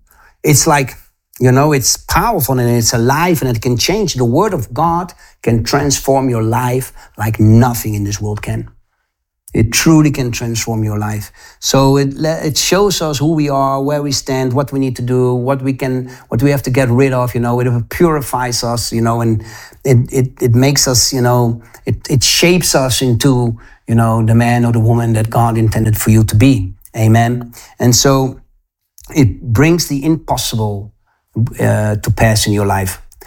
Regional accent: Netherlands; I'm from Holland

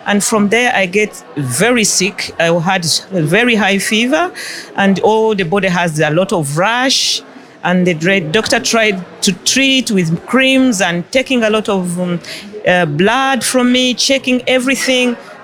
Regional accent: Netherlands; I come from the Netherlands.

